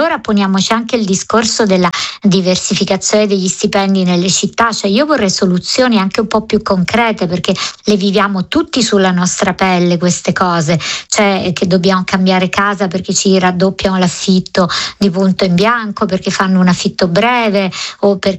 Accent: Naples, Campania, Italy; Io sono cresciuta a Napoli, in altre zone della città, però conosco la mia città d'origine

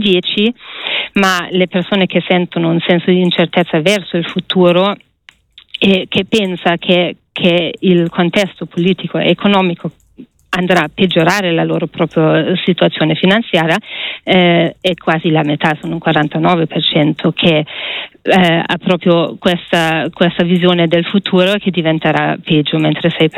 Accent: Germany; io sono tedesca

